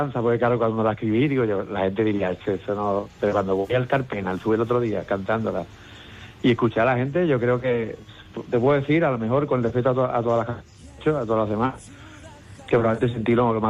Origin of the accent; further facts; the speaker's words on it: Málaga, Andalusia, Spain; now in Madrid, Spain; el Conservatorio de Málaga también estaba cerca del Ciudad Jardín. Y me acordé que al final el tren que me lleva a mí a mi tierra, a ver a mi madre, a mi gente, es la música. Y el que me vuelve aquí a Madrid